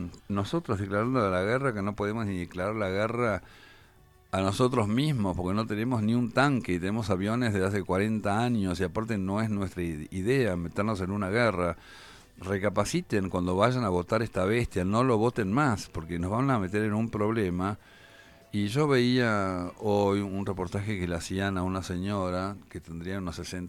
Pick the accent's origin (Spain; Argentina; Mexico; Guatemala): Argentina